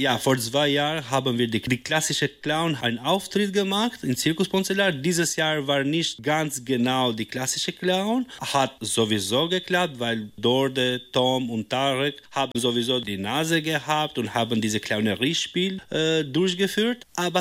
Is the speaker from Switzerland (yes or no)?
no; Albania; German is a second language; moved away as an adult; also born or lived in Milan, Italy; now in Krefeld, Germany; Ich komme aus Albanien. Ich habe da studiert und dann meinen Master in Mailand abgeschlossen. Und nach einer langen Erfahrung in Mailand, Italien, bin ich in Krefeld umgezogen